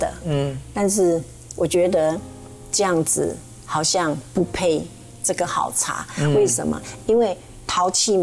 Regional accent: Taiwan; moved away

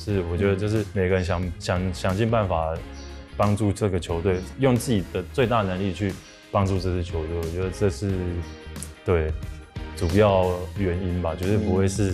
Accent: Taiwan; 然后我们可以有两个台湾人同时站在场上去对抗日本国家队啊

